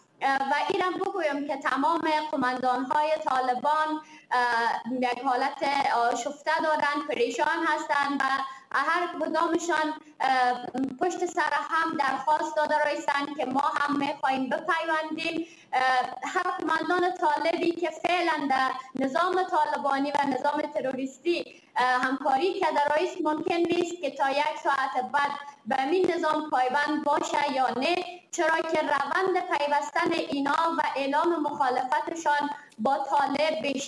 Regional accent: Afghanistan; now in Turkey

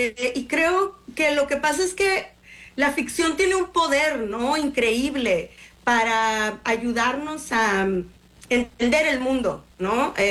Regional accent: Mexico; es una locura que soy la quinta mexicana en ganarlo, ¿no? Y la segunda mujer mexicana después de Lenita Poniatowska

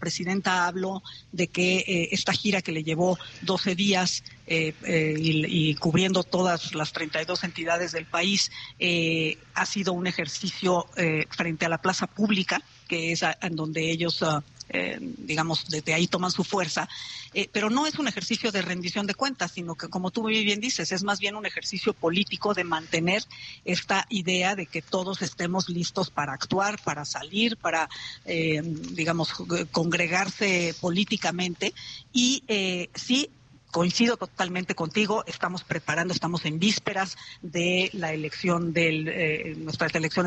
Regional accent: Mexico; Esos son los enemigos que deberíamos de combatir como mexicanos

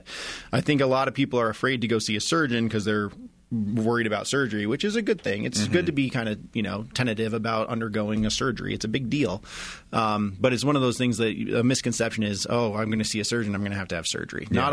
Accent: Colorado, United States; My wife's from Vail as well, so we're both from Colorado.

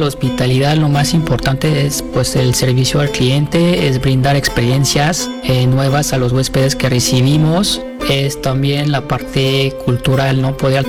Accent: France; Spanish is a second language; moved away as an adult; now in Mexico; yo soy procedente de Francia. Llegué a México hace alrededor de 15 años y he recorrido pues ya muchos estados del país como gerente de hotel.

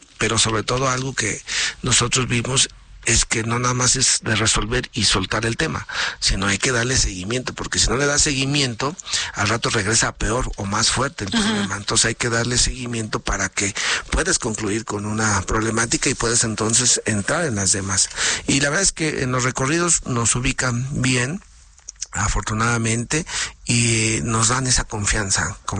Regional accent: Paracho, Michoacán, Mexico; Soy originario de ahí, de la meseta Purépecha, orgullosamente de mis raíces, de esta zona.

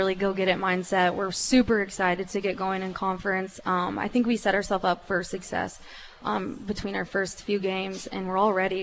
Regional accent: Kansas, United States; I'm from Kansas

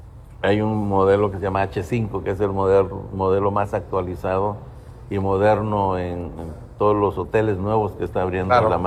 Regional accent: Quintana Roo, Mexico; also born or lived in Guerrero; Soy originario de Quintana Roo.

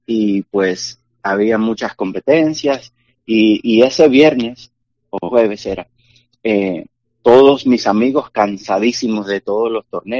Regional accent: Houston, Texas, United States; yo me crié ahí en Houston y conozco a todos de ahí.

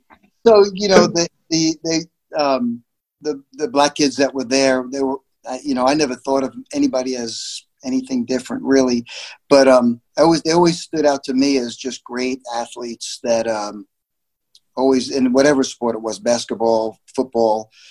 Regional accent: Long Island, New York, United States; You know, what's funny, I guess whatever you're doing in your life, wherever you are, you don't really know what to compare it to until you've actually left. So I just thought it was a normal life.

